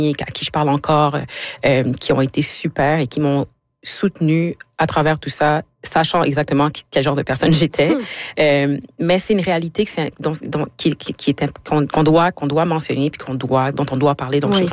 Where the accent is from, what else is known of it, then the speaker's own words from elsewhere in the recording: Quebec, Canada; moved away; Je suis partie du Québec, ça fait